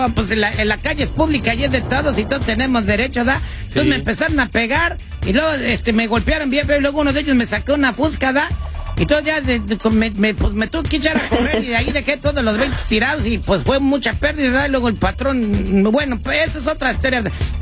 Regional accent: Guandacareo, Michoacán, Mexico; Yo soy, es que es mi paisana de Michoacán, yo soy de Guandacareo y ella es de Morelia.

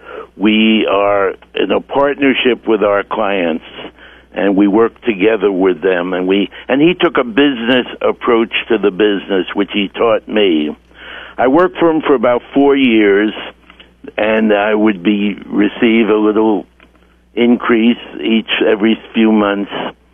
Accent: New York, United States; Well, very briefly, I was born in Manhattan. My father was in the music business.

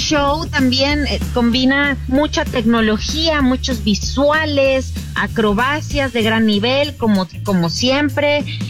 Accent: Mexico; Yo como mexicana

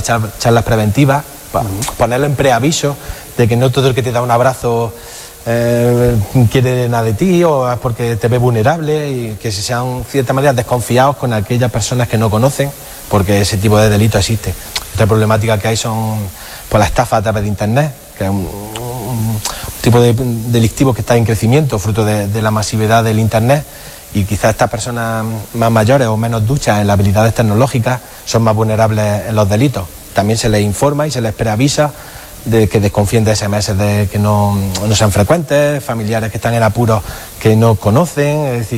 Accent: Baeza, Andalusia, Spain; yo soy de Baeza, soy de la población.

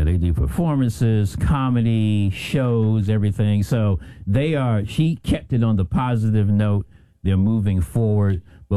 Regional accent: the South, United States; I growing up in the South, and my parents being from Georgia, they actually grew up in segregation.

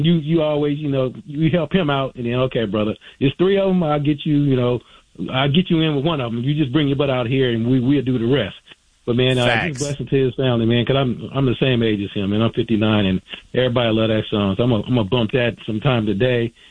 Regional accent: California, United States; You know, I grew up in the Bay, so my teams are always hometown teams.

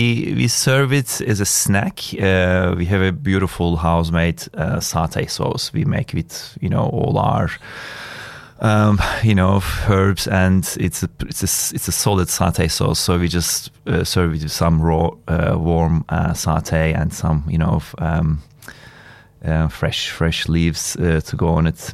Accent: Istanbul, Turkey; moved away as an adult; also born or lived in Melbourne / Sydney; now in Byron Bay, Australia; I grew up in Istanbul at a, just middle-class family, I think, and studied engineering and then came to Australia and did a master's degree in business.

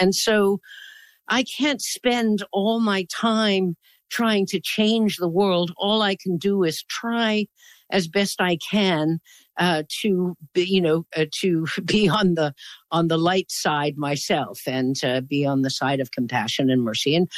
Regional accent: Newfoundland and Labrador, Canada

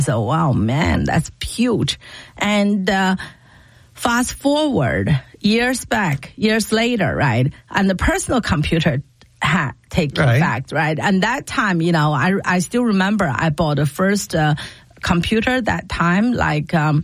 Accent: Tianjin, China; I grew up in China, okay? U.S. may be different. I remember in 1984, 85, right? That time, there was quite a few five-star hotels built in Tianjin where I grew up, right?

